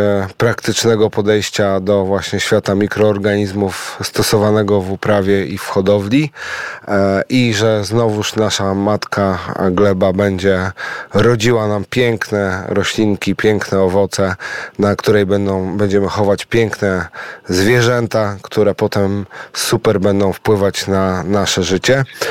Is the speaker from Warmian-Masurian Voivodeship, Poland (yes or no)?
yes; Warmian-Masurian Voivodeship, Poland